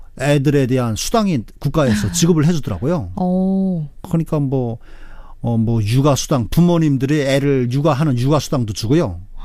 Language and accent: Korean; North Korea; moved away as an adult; now in South Korea; 북한에는 조경이라는 용어 자체가 없었거든요. 그래서 저도 한국에 처음 왔을 때는 조경이 뭔가 했댔어요.